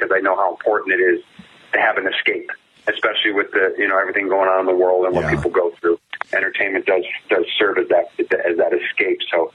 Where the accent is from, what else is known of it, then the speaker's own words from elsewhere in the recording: Cleveland, Ohio, United States; I'm from Cleveland, and you can ask Kelce brothers how hard it is to go against your own town.